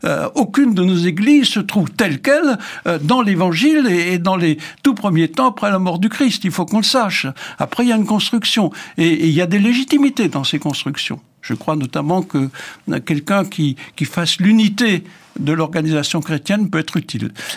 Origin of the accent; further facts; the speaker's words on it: Grand Est, France; moved away; Je suis originaire d'Alsace. Mon village d'origine, je trouve au bord du Rhin.